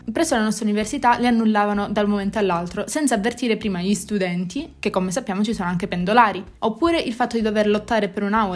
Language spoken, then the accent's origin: Italian; Catanzaro, Calabria, Italy; ho 23 anni, sono di Catanzaro